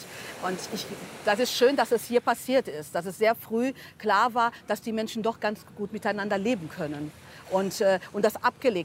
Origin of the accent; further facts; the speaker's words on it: São Vicente, Cape Verde; German is a second language; São Vicente, ja, meine Heimat.